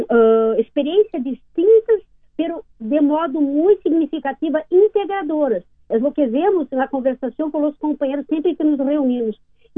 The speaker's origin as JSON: {"language": "Spanish", "country": "Brazil", "said": "somos brasileños"}